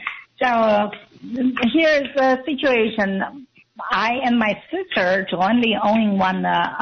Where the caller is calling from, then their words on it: Capitola, California, United States; from Capitola.